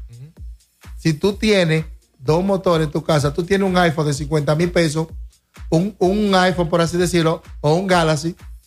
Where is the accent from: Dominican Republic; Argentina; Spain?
Dominican Republic; nosotros como dominicanos